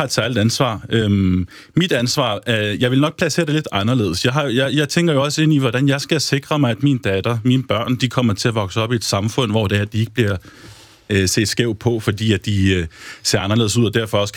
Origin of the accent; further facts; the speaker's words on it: Aarhus, Central Denmark Region, Denmark; now in Copenhagen, Denmark; Jeg kommer fra Aarhus. Mine oldeforældre kom hertil fra Tyrkiet.